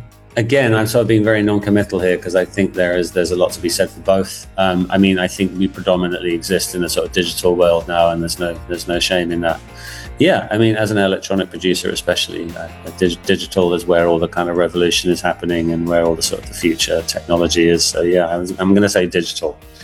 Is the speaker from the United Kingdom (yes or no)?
yes; England, United Kingdom; now in Tokyo, Japan; as an Englishman